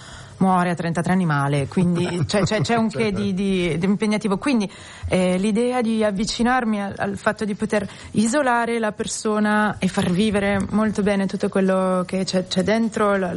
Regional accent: Milan, Lombardy, Italy; sono milanese

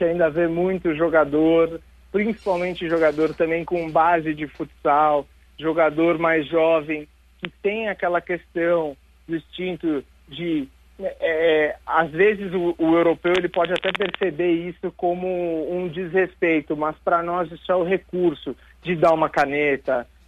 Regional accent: Brazil; A gente tem, né, como brasileiro, a gente já tem no nosso DNA o futebol.

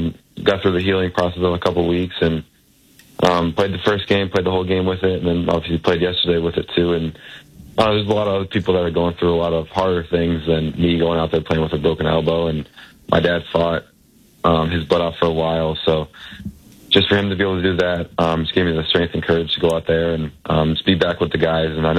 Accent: New Haven, Connecticut, United States; moved away; growing up around the Yale community for 15, 16 years of my life

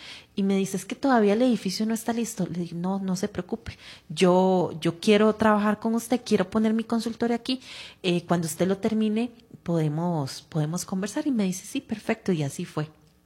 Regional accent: Heredia, Costa Rica; Yo soy de Heredia, entonces empecé en Heredia.

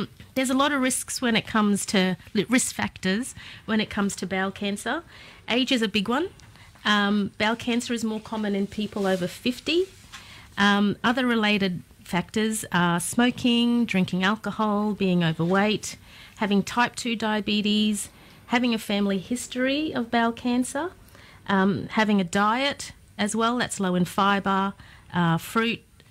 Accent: Darnley Island, Queensland, Australia; my family's from Darnley Island in the Torres Strait.

